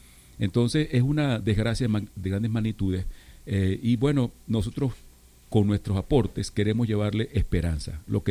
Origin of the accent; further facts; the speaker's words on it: Venezuela; yo soy venezolano también